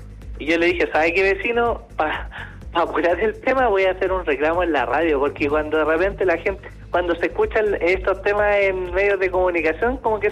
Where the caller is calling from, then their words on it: Maipú, Santiago Metropolitan Region, Chile; Yo estoy llamando de acá, de la comuna de Maipú